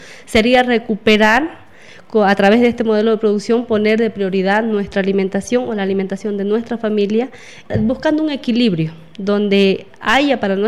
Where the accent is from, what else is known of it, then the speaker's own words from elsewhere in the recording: Santa Cruz, Bolivia; Entonces, es una de las oportunidades que tenemos que aprovecharlo como Valles Cruceños